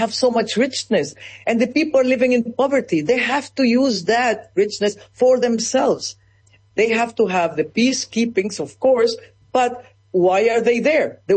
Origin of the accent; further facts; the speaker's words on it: Ecuador; I was raised in Ecuador that Peru is my enemy.